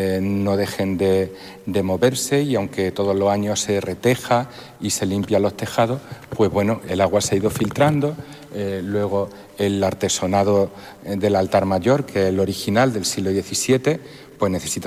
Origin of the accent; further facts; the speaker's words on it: Úbeda, Andalusia, Spain; also born or lived in Mairena del Alcor; now in Morón de la Frontera, Spain; yo no soy de aquí, de Sevilla, soy de Úbeda, de Jaén.